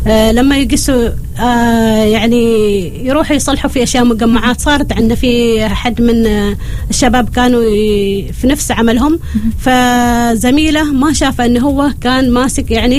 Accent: Oman; يعني نحن نعطيهم دعم نحن كعمانيين، يعني خاصة المرضى العمانيين محتاجين حد عماني يكلمهم

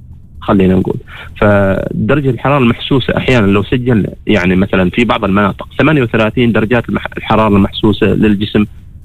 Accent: Oman; عز الصيف عندنا في سلطنة عمان.

